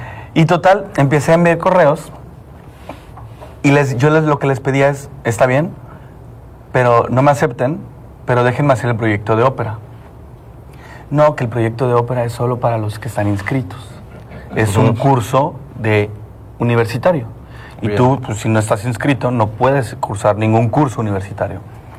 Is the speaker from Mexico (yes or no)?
yes; Mexico; así como somos los mexicanos